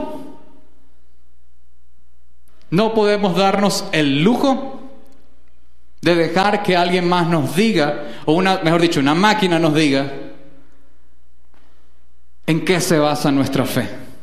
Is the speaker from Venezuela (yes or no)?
yes; Venezuela; Como venezolanos tenemos muchos traumas en común acumulados